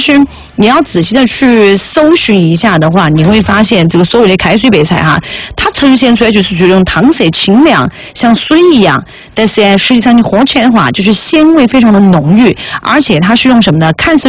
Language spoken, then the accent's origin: Chinese; Sichuan, China; 我们四川人